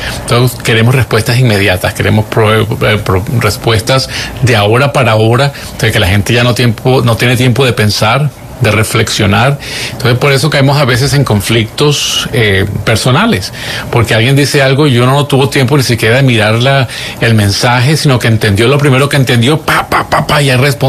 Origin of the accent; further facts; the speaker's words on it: Caracas, Capital District, Venezuela; moved away; Yo recuerdo siendo pues ya adulto joven en Caracas, en Venezuela, de donde soy natural